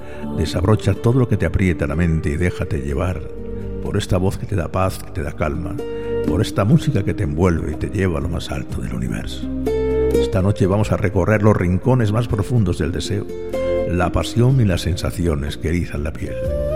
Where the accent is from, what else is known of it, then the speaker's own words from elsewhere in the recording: Córdoba, Andalusia, Spain; Por Cartagena, por Córdoba, mi tierra